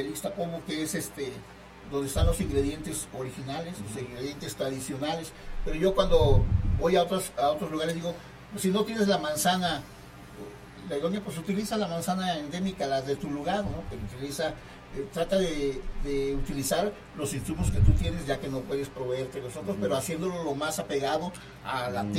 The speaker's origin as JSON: {"language": "Spanish", "region": "Veracruz", "country": "Mexico", "said": "Yo siendo veracruzano"}